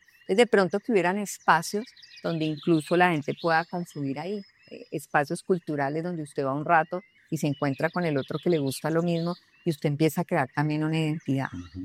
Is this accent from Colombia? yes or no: yes; Colombia; nosotros, digamos como colombianos, como pueblo que somos, también tenemos una capacidad de resiliencia muy grande.